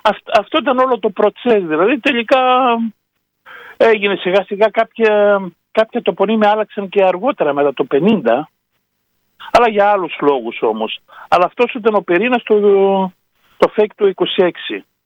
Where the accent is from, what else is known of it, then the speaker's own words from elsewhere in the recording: Agios Spyridonas, Epirus, Greece; εμείς στο Ιμάμ Τσαούς, το χωριό μου δηλαδή